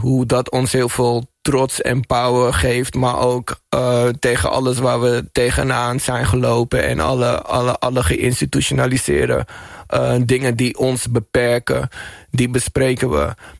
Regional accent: Amsterdam, North Holland, Netherlands; Slotermeer is net buiten de ring, maar je merkt al dat het dat daar ook al wel een hele grote.

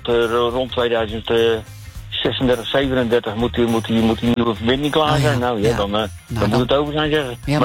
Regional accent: Capelle aan den IJssel, South Holland, Netherlands; born there; now in Rotterdam, Netherlands; ik ben in Capelle aan Muisel geboren.

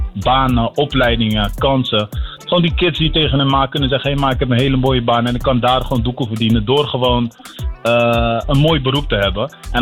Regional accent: Rotterdam, South Holland, Netherlands; En ik ben zelf opgegroeid in Delfshaven.

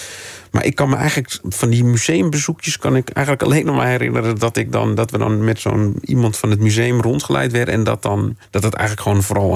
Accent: Amsterdam, North Holland, Netherlands; ik ben opgegroeid in Amsterdam

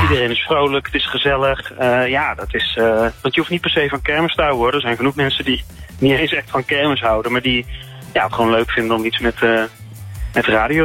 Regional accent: Tilburg, North Brabant, Netherlands; Ik kom uit Tilburg, dus ik ken dat evenement natuurlijk goed.

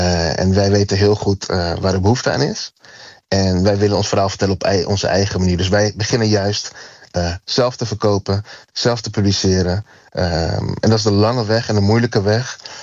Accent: Netherlands; En we komen uit Nederland, Europa.

